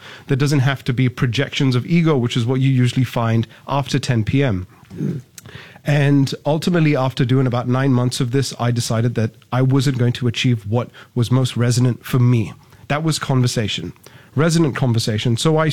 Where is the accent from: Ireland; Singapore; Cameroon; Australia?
Singapore; I'm born and raised in Singapore.